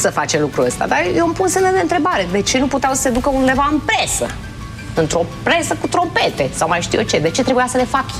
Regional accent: Romania; Sunt o româncă, îmi iubesc țara asta

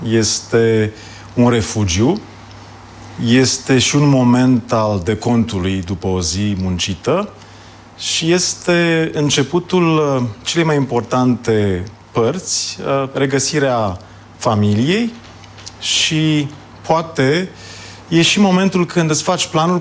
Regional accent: Bucharest, Romania; Născut și crescut în București, copil de asfalt 100%, prima parte a copilăriei în Rahova, a doua parte a copilăriei, adolescența, în celebrul cartier Sălăjan. Deci mă consider un bucureștean jet

